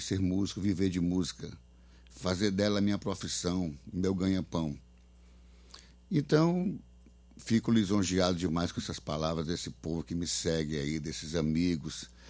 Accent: Tianguá, Ceará, Brazil; also born or lived in Fortaleza; Sou da Serra Grande aí, do Tianguá. Embora tenha nascido aqui em Fortaleza, mas meu berço cultural, berço familiar, tudo é da Serra Grande. Foi lá onde eu me criei, onde eu finquei minhas raízes.

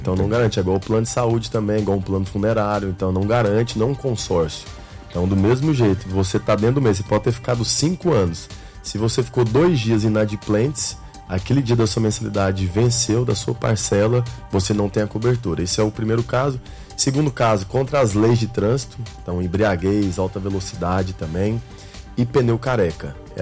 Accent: Goiânia, Goiás, Brazil; now in Fortaleza, Brazil; lá em Goiânia, por exemplo, onde nós temos operação também, que é a minha terra.

